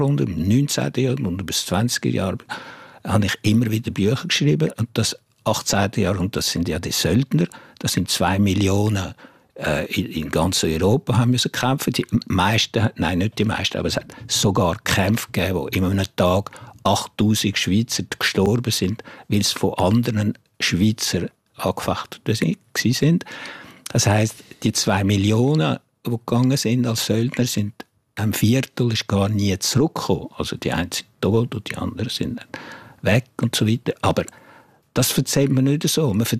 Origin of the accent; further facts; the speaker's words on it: Bourgogne-Franche-Comté, France; German is a second language; ich bin von da, ich bin im Jura aufgewachsen, ich bin ein Freund vom Zürichsee oder vom Genfersee und ich gehe gerne in den Alpen wandern. Also warum soll ich jetzt als Franzose schreiben, oder?